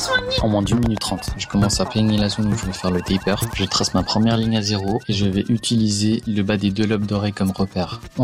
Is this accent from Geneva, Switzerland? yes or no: yes; Geneva, Switzerland; j'ai 23 ans, je suis de Genève et j'ai commencé un peu à toucher au monde de la coiffure en 2016 quand j'avais 14 ans.